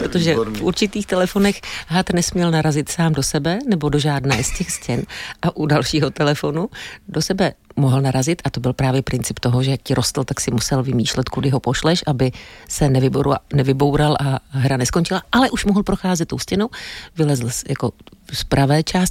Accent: Brno, South Moravian Region, Czechia; Já jsem z Brna.

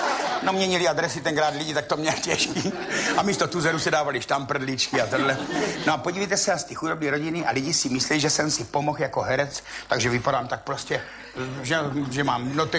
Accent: Řicmanice, South Moravian Region, Czechia; Tady jsem od Řicmanic a tatínek měl tatínka, mýho dědečka, který měl majetek.

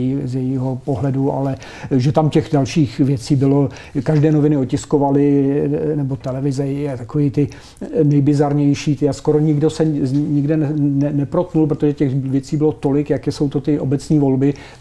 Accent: Kladno, Central Bohemian Region, Czechia; jednak já jsem z Kladna, tam je velkým hitem samozřejmě lídr místního ANO, František Bureš

